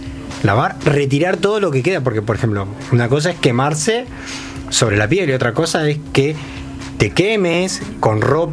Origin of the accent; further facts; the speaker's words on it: Isidro Casanova, Buenos Aires Province, Argentina; yo soy de acá, de Casanova, cuando era chico jugaba al fútbol y a veces descalzo